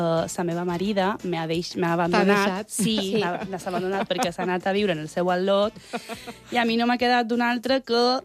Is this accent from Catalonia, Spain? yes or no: no; Palma, Balearic Islands, Spain; accent: Palma Mallorcan; Jo soc ben llongueta